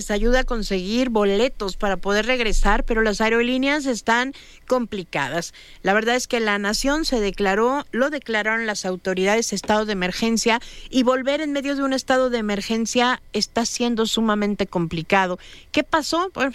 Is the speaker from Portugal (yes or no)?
no; Mexico; así somos los mexicanos.